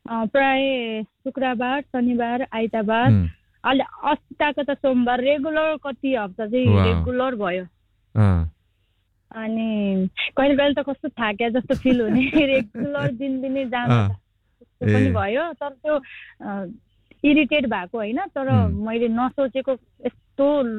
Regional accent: Sundarbazar, Gandaki Province, Nepal; now in Kathmandu, Nepal; मेरो जन्म लमजुङ सुन्दर बजारमा भएको, अनि अहिले पछि काठमाडौँ बसे

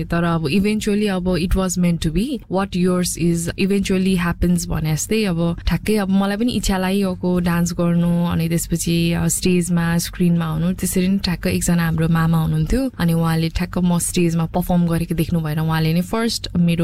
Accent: Koshi Province, Nepal; now in Brunei

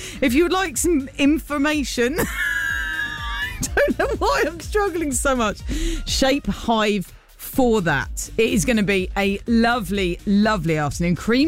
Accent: United Kingdom; I'm Brit, can't do it.

